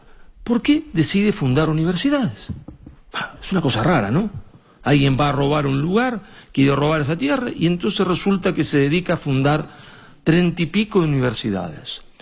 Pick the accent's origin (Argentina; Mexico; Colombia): Argentina; cada vez que uno me presentaba como argentino, al rato venía, bueno, qué mala suerte ustedes, estos españoles que le mataron a todas las personas, que le robaron el oro.